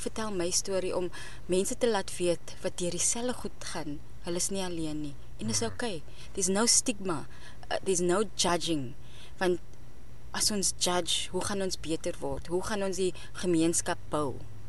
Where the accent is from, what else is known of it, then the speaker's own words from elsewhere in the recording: Johannesburg, Gauteng, South Africa; first language English; Afrikaans is a second language; It is a Joburger. born and bred.